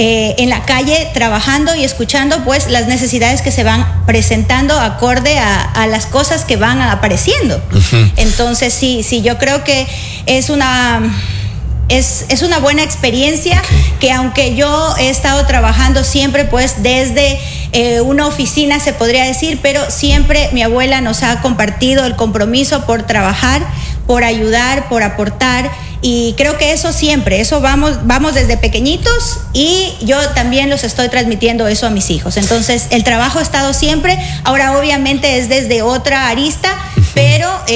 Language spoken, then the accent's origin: Spanish; Santo Domingo, Santo Domingo de los Tsáchilas, Ecuador; mi papá no es de aquí, mi papá es de La Tacunga y él se quedó aquí.